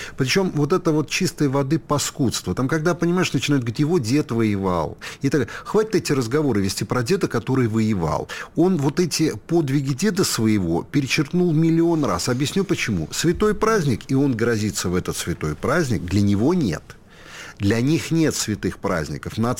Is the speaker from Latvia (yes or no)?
yes; Riga, Latvia; moved away as an adult; now in Moscow, Russia; когда в 2014 году мы приехали из Риги в Москву